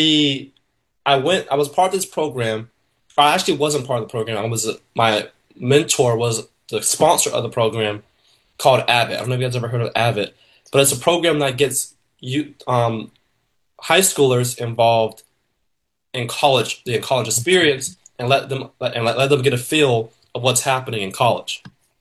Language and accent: English; Tampa, Florida, United States; So originally I'm from Tampa, Florida. And Tampa, Florida, as you know, is nothing like where I'm about to say I went.